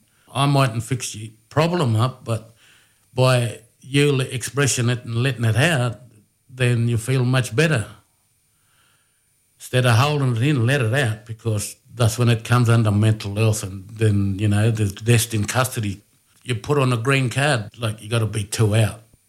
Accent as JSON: {"language": "English", "town": "Brewarrina", "region": "New South Wales", "country": "Australia", "said": "I'm from Brewarrina. My tribe is Murawari."}